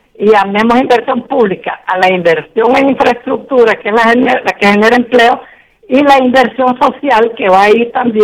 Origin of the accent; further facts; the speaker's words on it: Honduras; nosotros los hondureños